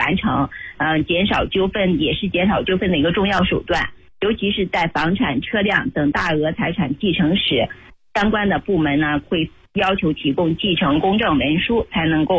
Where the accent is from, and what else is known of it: China